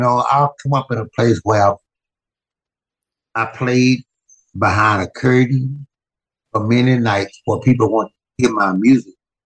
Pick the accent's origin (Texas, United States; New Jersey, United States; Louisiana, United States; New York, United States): Louisiana, United States; born there; Oh, God. I was born in Louisiana.